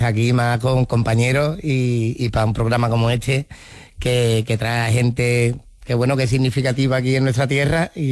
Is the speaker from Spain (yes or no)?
yes; Andalusia, Spain; A mí Andalucía es el ambiente que nos rodea. Yo tengo recuerdos de la infancia